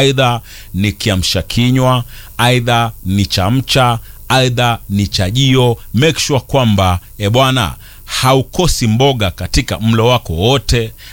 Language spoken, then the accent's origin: Swahili; Kenya; kama Mkenya bwana